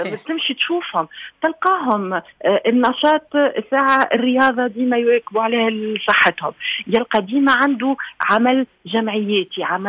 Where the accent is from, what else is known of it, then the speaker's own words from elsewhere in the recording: Tunisia; لكن أكيد أني أنا تونسية بنت الأرض ذي